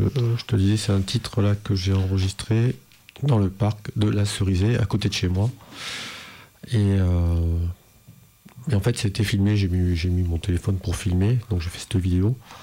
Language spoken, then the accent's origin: French; France; je suis français